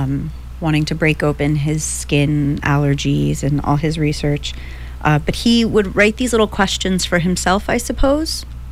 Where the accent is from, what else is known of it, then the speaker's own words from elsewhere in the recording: Florida, United States; I was raised in Florida, and mostly